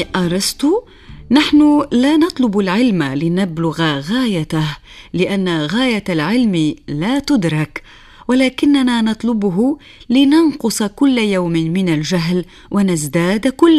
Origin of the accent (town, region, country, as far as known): Tunisia